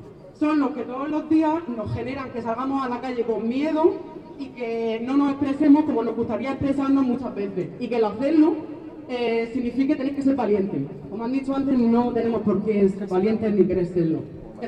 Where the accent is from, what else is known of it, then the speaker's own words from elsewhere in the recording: Region of Murcia, Spain; moved away; Que salí de Murcia y vi que no era Murcia, que el problema no es Murcia